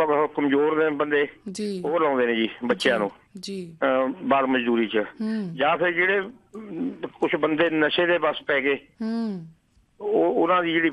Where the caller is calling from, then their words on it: Punjab, India; ਪਿੰਡ ਬੌੜਾ ਖੁਰਦ ਨੇੜੇ ਨਾਭਾ।